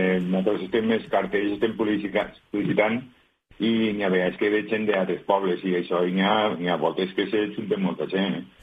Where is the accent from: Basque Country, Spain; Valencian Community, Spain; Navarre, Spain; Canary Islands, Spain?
Valencian Community, Spain; Onda; yo soy de Onda